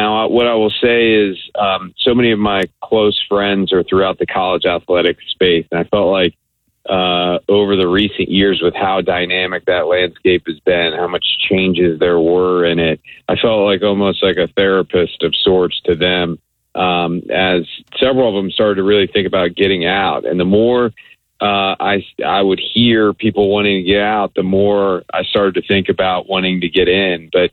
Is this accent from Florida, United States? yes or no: yes; Tampa, Florida, United States; I can just tell you, having grown up here, born and raised in Tampa, USF has not gotten the respect that it deserves within the community or throughout the country.